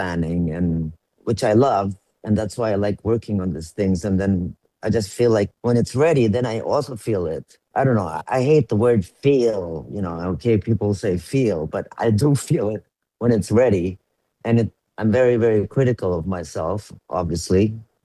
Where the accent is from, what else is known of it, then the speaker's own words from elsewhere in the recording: Philadelphia, Pennsylvania, United States; I was never a business person from the beginning. I came from Philadelphia. I went to Vermont in the country where I only saw trees and practicing, learning the etudes in 1 week.